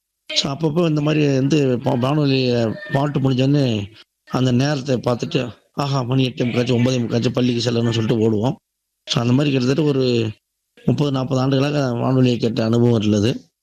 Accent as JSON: {"language": "Tamil", "town": "Mayilam", "region": "Tamil Nadu", "country": "India", "tie": "born or raised there", "said": "என்னோட சொந்த ஊர் பார்த்தீங்கன்னா விழுப்புரம் மாவட்டம் மயிலம் என்ற ஊர் தான் என்னோட சொந்த ஊர்."}